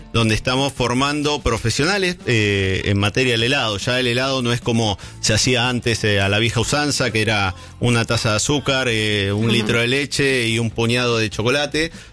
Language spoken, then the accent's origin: Spanish; Argentina; acá en Argentina